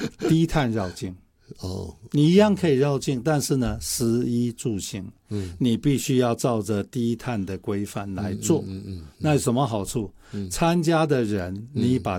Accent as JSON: {"language": "Chinese", "country": "Taiwan", "said": "我们台湾人"}